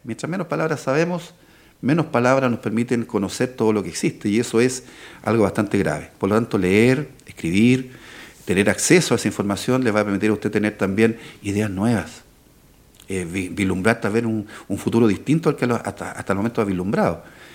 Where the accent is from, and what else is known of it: Chile